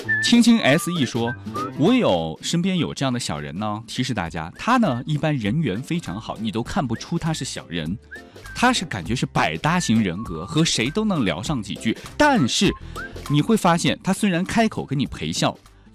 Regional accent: Kunming, Yunnan, China; 用我们昆明话说

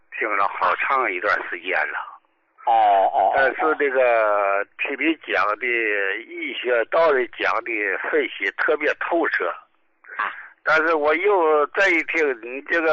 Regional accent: Dalian, Liaoning, China; 这个医大就大，我是大连的哈

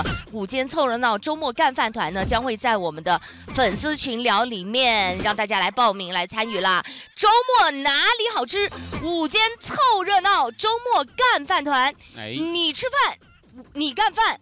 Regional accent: Fengqing, Yunnan, China; accent: Fengqing dialect; 我只会讲风清话。

